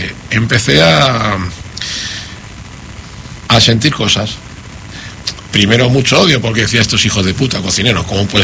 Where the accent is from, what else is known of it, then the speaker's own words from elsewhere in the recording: Spain; now in Argentina; vengo de España